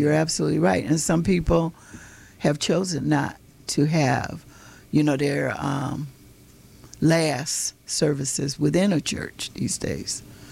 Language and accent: English; the South, United States; born there; now in Rochester, United States; even since I've been here in Rochester, New York, because I was born in the South.